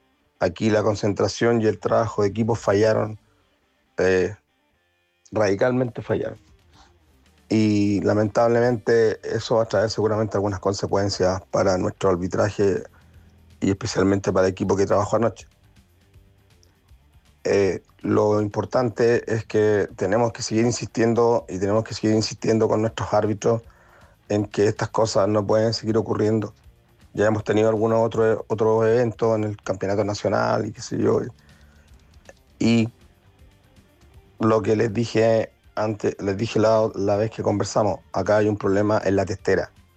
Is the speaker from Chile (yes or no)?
yes; Chile; como arbitraje chileno, como equipo de trabajo chileno